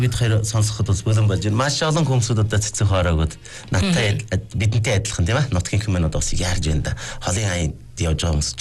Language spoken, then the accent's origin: Mongolian; Hulunbuir, Inner Mongolia, China; Энэ бол одоо … гэдэг сайхан дуу.